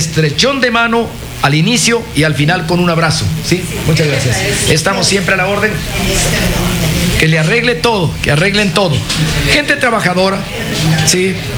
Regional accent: Ambato, Tungurahua, Ecuador; Somos de Ambato

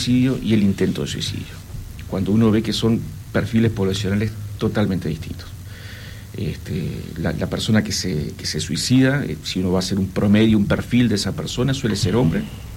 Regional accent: Uruguay; nos percibimos como, el uruguayo se percibe como pacífico y tranquilo

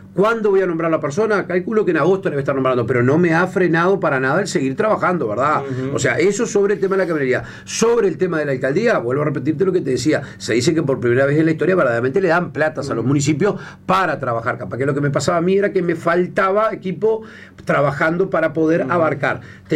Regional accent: Río Branco, Cerro Largo, Uruguay; acuérdense que soy de Río Branco.

